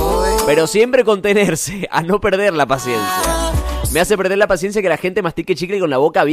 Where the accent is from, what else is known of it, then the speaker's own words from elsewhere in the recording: Mendoza, Argentina; para nosotros los mendocinos